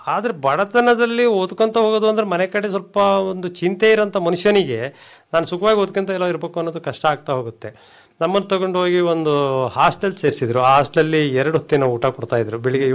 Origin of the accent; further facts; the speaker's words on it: Karnataka, India; ನನ್ನ ಊರು ಕೊರಗಿ ಅಂತ ಸರ್, ಶಿವಮೊಗ್ಗ ತಾಲೂಕು ಹುಣಸಿ ಹೋಬಳಿ ಕೊರಗಿ ಗ್ರಾಮ ಚುರುಡಿ ಪೋಸ್ಟ್.